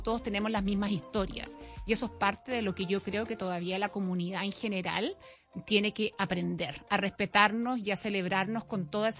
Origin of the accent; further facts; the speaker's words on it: Chile; now in Ohio, United States; soy chilena